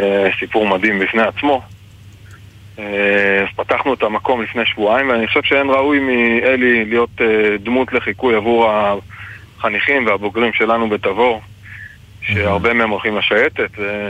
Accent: Northern District, Israel; אבל אני אוהב את הנופים של הגולן. גדלתי פה כילד, הסתובבתי יחף בשדות ובמרחבים ובנחלים ובמעיינות

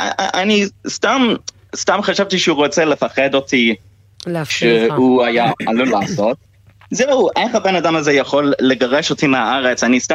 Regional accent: London, United Kingdom; Hebrew is a second language; moved away as an adult; אז חזרתי ללונדון

